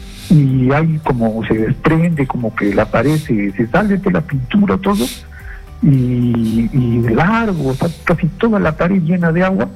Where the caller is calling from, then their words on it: Lima, Peru; le hablo de Coma.